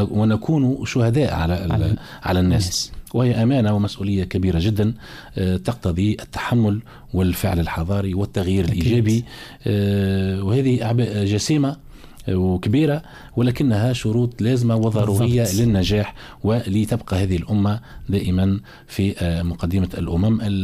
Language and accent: Arabic; Tunisia; على بلدنا تونس